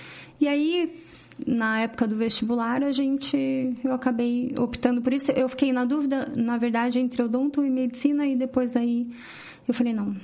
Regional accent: Itapeva, São Paulo, Brazil; moved away; Eu sou nascida numa cidade do interior de São Paulo, chama Itapeva. É no sul do estado.

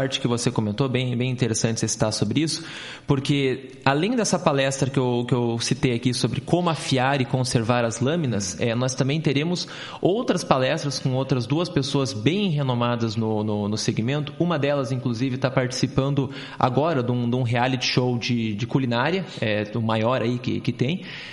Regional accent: Curitiba, Paraná, Brazil; Eu sou, nasci em Curitiba e sempre morei em Curitiba

